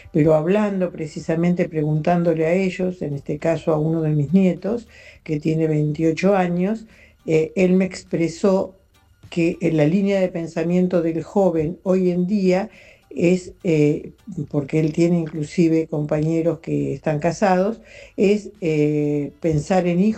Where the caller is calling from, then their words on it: Buenos Aires, Argentina; de Villaluro